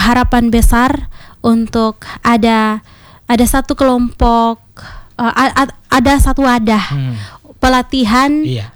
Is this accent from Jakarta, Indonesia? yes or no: no; East Nusa Tenggara, Indonesia; kita ini orang TTS. Tanahnya memang kering.